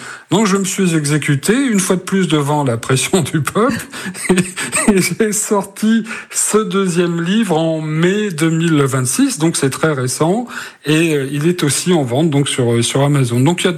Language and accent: French; Vernon, Normandy, France; j'ai été élevé à Vernon, donc comme vous le disiez, dans une famille où on ne mangeait que les produits du jardin.